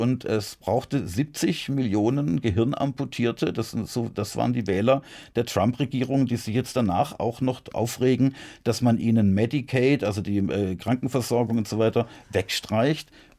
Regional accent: Heilbronn, Baden-Württemberg, Germany; 1990 bin ich dann in meiner Heimatstadt Heilbronn als Kandidat auch angetreten, als Bürgermeisterkandidat

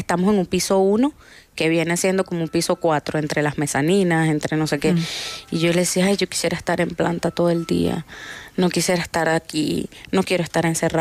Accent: La Guaira, Vargas, Venezuela; yo le decía que crecimos en La Guaira, o sea, nacimos ahí, y yo, o sea, pasamos la tragedia de Vargas, yo tenía 14 años.

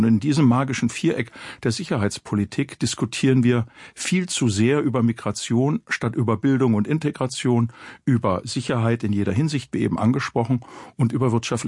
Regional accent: Germany; wir auch als Deutsche

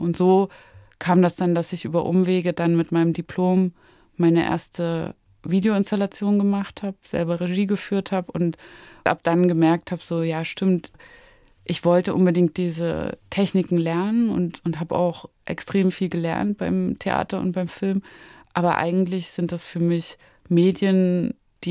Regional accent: Zwickau, Saxony, Germany; Also das, was ich dachte, was Zwickau ist oder der Ort, wo ich aufgewachsen bin oder die Orte, die ich dachte zu kennen, die Menschen, die ich dachte zu kennen.

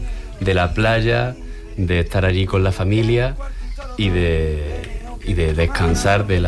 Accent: Córdoba, Andalusia, Spain; siendo de Córdoba, todos los, como buen cordobés, estamos todo el verano en Fuengirola, en Málaga.

